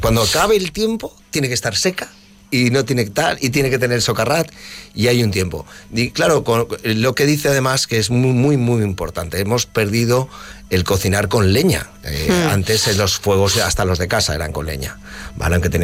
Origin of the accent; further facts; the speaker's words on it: Valencian Community, Spain; Y con la leña Naranjo es una leña que nosotros en Valencia hemos cocinado siempre